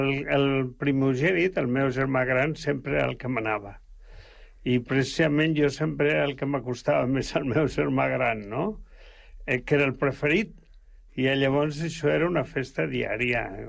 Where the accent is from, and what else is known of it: Oliete, Aragon, Spain; born or raised there; also born or lived in Zaragoza